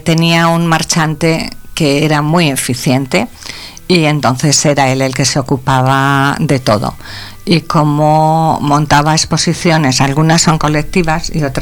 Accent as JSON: {"language": "Spanish", "town": "Palencia", "region": "Castile and León", "country": "Spain", "tie": "born there", "also_born_or_lived": "Cevico de la Torre", "moved": "yes", "lives_now": "Barcelona, Spain", "said": "que es donde yo nací, en Palencia. Aunque luego pues me he ido a Barcelona, pero nunca he dejado el vínculo fantástico con Cevico de la Terre y por lo tanto Palencia."}